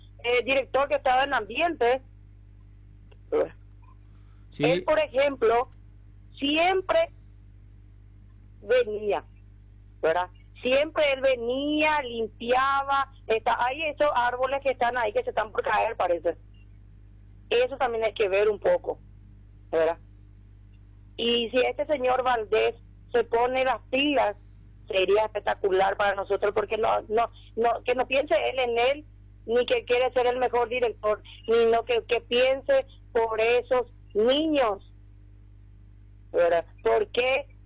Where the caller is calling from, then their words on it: Presidente Franco, Alto Paraná, Paraguay; yo hace 15 años que estoy en Franco